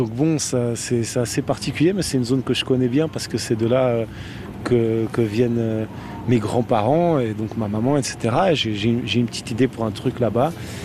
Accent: Vaud, Switzerland; moi, je suis vaudois. Et par conséquent, ma façon d'approcher, de regarder, de travailler avec les gens est éminemment suisse.

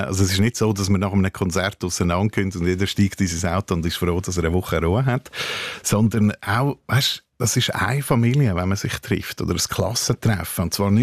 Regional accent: Bern, Switzerland; habe jetzt auch bei meinem Lied dürfen, ein bisschen Glarnerdeutsch fehlen, weil das liegt immer als Berner nicht so.

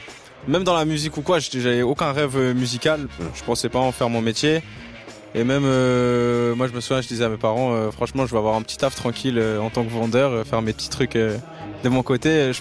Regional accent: Renens, Vaud, Switzerland; Renan, en vrai, c'est là où j'ai grandi toute ma vie. Ça fait partie de mon histoire et je le décris dans ma musique parce que c'est là où j'ai vécu. Et en vrai, c'est un quartier populaire où il y a un peu de tout.

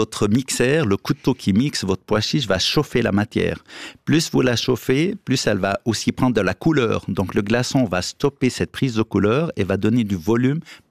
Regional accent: Lebanon; moved away

